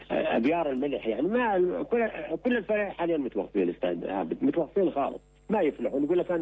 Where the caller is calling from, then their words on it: Deir ez-Zor, Deir ez-Zor Governorate, Syria; أنا بخضر من دير الزور